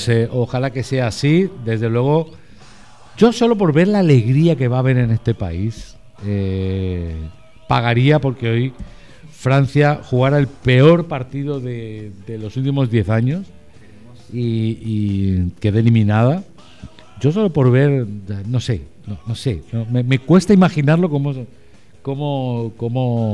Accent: Spain; Yo que crecí en España

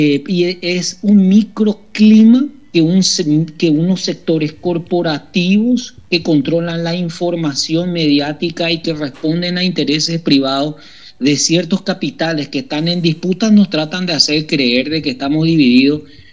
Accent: Paraguay

